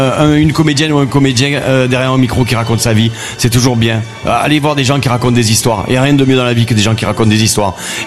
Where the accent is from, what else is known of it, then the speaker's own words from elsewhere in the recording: Marseille, Provence-Alpes-Côte d'Azur, France; moi, je suis Marseillais, je suis malheureux toute l'année.